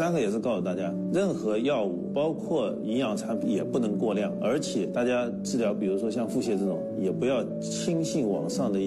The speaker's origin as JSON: {"language": "Chinese", "country": "China", "said": "我们中国人还是比较喜欢喝茶的"}